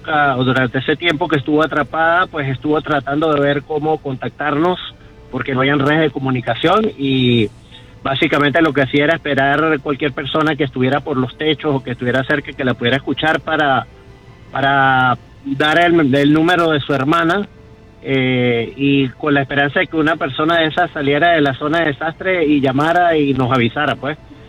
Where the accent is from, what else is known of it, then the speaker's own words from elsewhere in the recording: Venezuelan Andes, Venezuela; now in Cagua, Venezuela; crecimos juntos en los Andes venezolanos